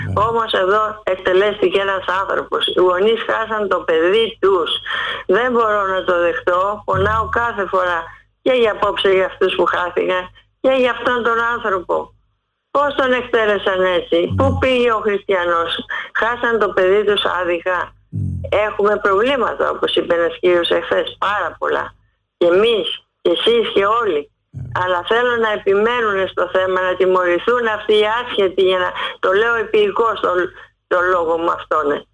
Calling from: Athens, Attica, Greece; είμαι από το Λόφο Σκουζέ.

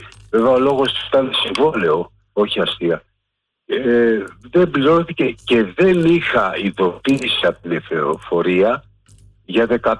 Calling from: Aigaleo, Attica, Greece; από Εγάλεο.

